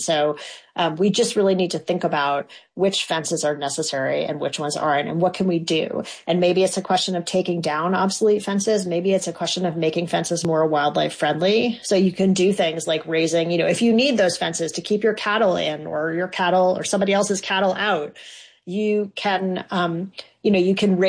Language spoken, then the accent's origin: English; East Coast, United States; now in Colorado, United States; So I'm originally from the East Coast, although I've lived in Colorado for 20 something years.